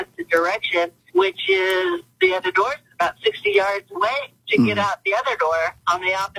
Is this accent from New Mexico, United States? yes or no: no; Alaska, United States; I'm born and raised in Alaska, so I'm in the mountains all the time and a mountain runner.